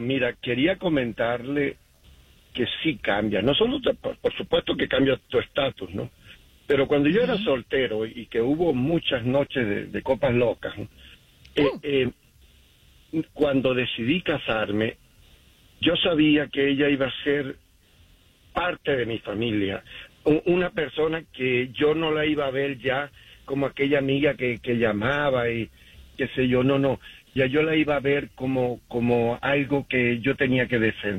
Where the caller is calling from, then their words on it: Utah, United States; Desde Utah, estoy aquí.